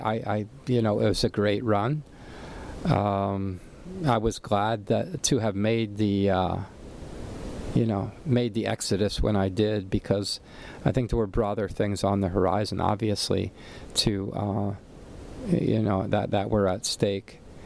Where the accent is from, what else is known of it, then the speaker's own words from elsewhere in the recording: Allentown, Pennsylvania, United States; we are coming to you from Allentown, Pennsylvania, my hometown where I grew up here.